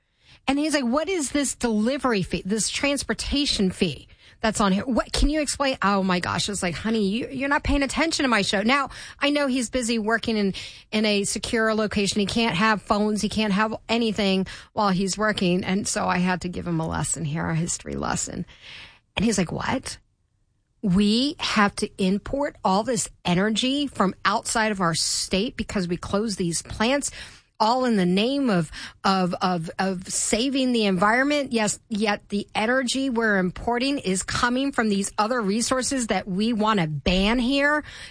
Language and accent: English; Maryland, United States; also born or lived in Florida / Virginia; As some of you may know, I grew up in Maryland. I graduated high school in Maryland, left for Florida, came back. And my husband works in Virginia. So back in 2024, the end of that summer, we moved to Virginia.